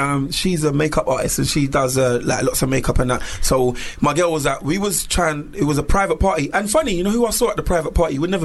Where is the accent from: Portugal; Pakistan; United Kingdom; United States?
United Kingdom; England; because, as I said, my parents are Jamaican, but I'm talking to you English because that's where I'm born and bred in England.